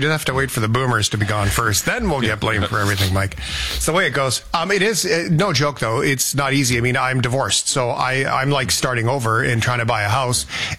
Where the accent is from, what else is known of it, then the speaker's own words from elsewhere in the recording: Alberta, Canada; I'm from Alberta, where there isn't land transfer tax.